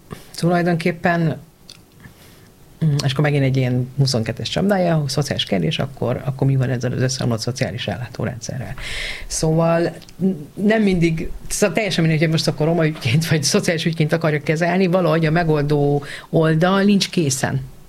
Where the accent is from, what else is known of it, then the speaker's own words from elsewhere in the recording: Hungary; nem úgy vagyok magyar, ahogy a magyarok akarják rólam látni, hogy én magyar vagyok